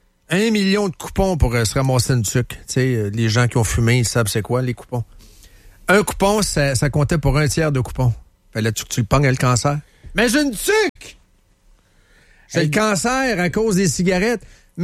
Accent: Trois-Rivières, Quebec, Canada; born there; Moi, je suis né à Trois-Rivières.

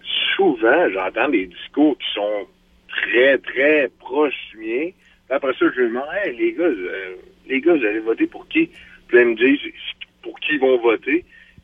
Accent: Quebec, Canada; De mon point de vue, moi, en fait, je suis un de la Rive-Sud de Québec

